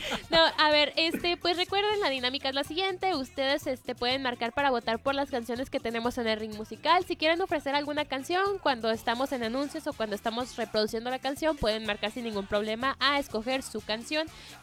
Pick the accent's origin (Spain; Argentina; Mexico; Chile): Mexico; somos mexicanos